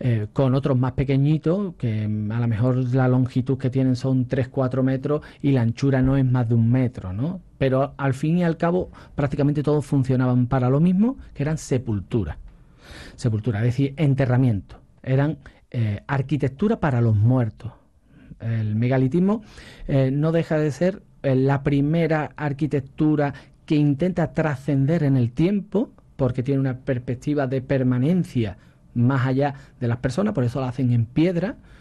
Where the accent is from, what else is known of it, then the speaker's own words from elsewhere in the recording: Cuevas del Becerro, Andalusia, Spain; also born or lived in Ronda; Yo soy de Guadalajara del Becerro, natural de Guadalajara del Becerro, yo estudié el instituto aquí en Ronda